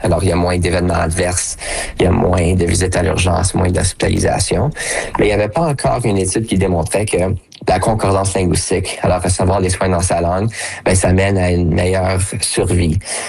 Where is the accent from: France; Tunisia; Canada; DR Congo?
Canada; Ottawa, Ontario; J'ai grandi à Ottawa dans un environnement bilingue. J'ai fait la plupart de mes études en français.